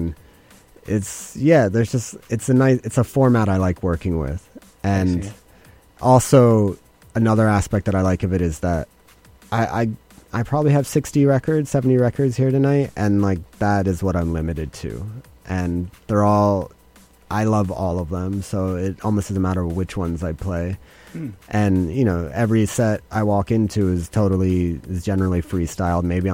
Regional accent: New York, United States; I grew up in the East Village

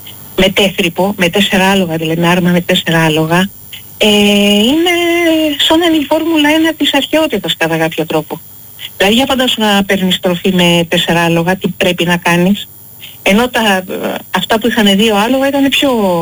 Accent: Greece; επειδή κάποιος με ρώτησε αν είμαι Ελληνίδα, από όσο ξέρω είμαι Ελληνίδα. Αλλά δεν είμαι Ελληνίδα επειδή έκανα τεστ DNA. Είμαι Ελληνίδα επειδή μοιράζομαι τους ίδιους μύθους

